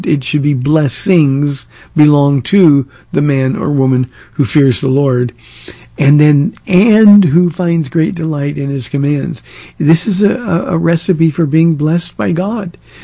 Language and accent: English; California, United States; Now, I'm from Southern California, so you don't get that kind of rain.